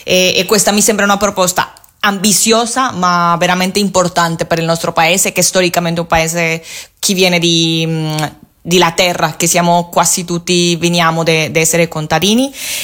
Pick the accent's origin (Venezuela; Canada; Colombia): Colombia; Italian is a second language; Il nostro paese è un paese assolutamente agropecuario, non so se si dice così in italiano, ma la base economica del mio paese è basicamente lavoro di terra e lavoro con animali